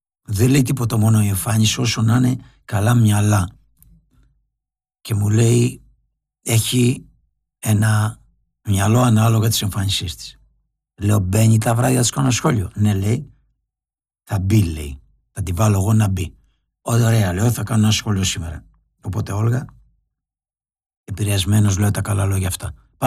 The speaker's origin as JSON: {"language": "Greek", "area": "Lefkada", "region": "Ionian Islands", "country": "Greece", "said": "Εμείς στη Λευκάδα"}